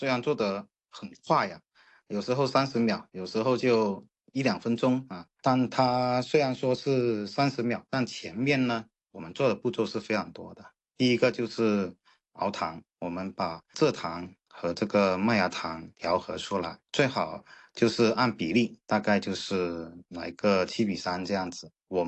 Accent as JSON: {"language": "Chinese", "town": "Guangzhou", "region": "Guangdong", "country": "China", "tie": "born or raised there", "said": "然后我们增城呢也是一个甘蔗的一个产区啊，我们小时候呢就有很多的一个糖厂在我们增城"}